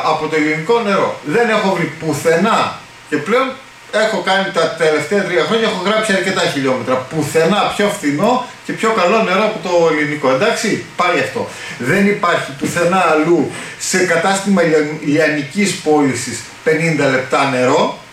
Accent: Greece; επειδή είμαστε Έλληνες.

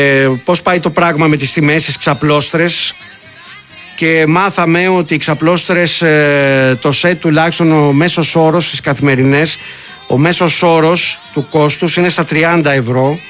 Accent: Molaoi, Peloponnese, Greece; Αλήθεια που λέμε και στο χωριό μου. Το λέμε και εμένα και εμείς στο χωριό μου και στους Μολάους το λέμε το by the book.

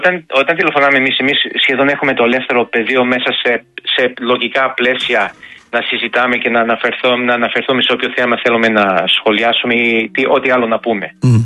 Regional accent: Ithaca, Ionian Islands, Greece; στην Ιθάκη, στο νησί μου δεν υπάρχει παιδαγωγός, δεν υπάρχει γιατρός, ούτε για δείγμα.

